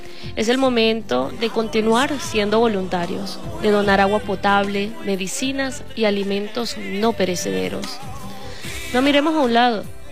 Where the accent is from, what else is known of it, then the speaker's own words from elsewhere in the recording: Venezuela; Hoy más que nunca orgullosos de ser venezolanos y de haber nacido en una de las mejores tierras de todo el mundo.